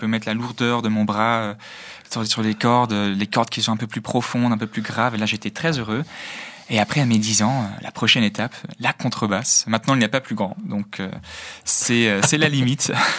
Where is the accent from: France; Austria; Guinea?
Austria; Vienna; French is a second language; Alors, moi, je suis né, j'ai grandi à Vienne, en Autriche.